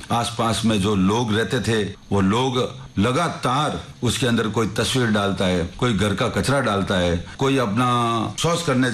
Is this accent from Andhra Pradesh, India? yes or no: no; Pali district, Rajasthan, India; now in Jodhpur, India; और मैं पाली जिला गांव गहरी का रहने वाला हूं। यहां पर जोधपुर में 29 सालों से रह रहा हूं और फिर बाद में यहां पर गुरो के तालाब में मैं शिफ्ट हुआ